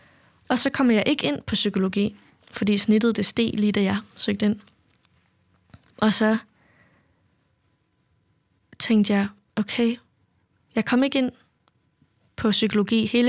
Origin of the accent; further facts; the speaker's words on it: Central Denmark Region, Denmark; Ja. Ja, en lille bitte landsby i Vestjyll